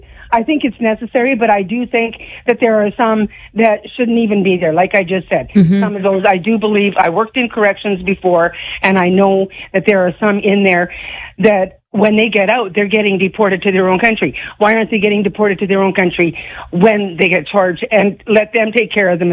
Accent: Saskatoon, Saskatchewan, Canada; Well, I'm from Saskatoon.

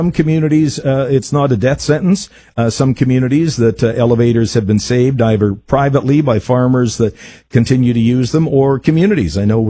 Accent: Manitoba, Canada; now in Saskatchewan, Canada; a town near my hometown in southwest Manitoba.

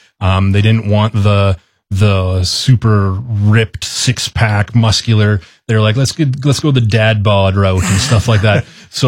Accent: Humboldt, Saskatchewan, Canada; now in Regina, Canada; Being that it's set in my hometown of Humboldt, you know, representation, familiar landmarks, the Broncos, stuff like that shows up in there.

